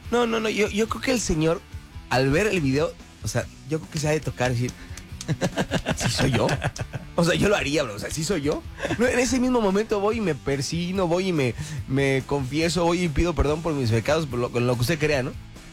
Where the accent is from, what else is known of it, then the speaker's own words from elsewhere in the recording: Mexico; Pero sí somos, como buenos mexicanos, curiosos, por no decir chismosos.